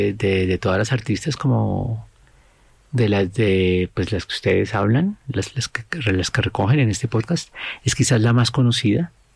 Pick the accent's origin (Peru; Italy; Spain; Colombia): Colombia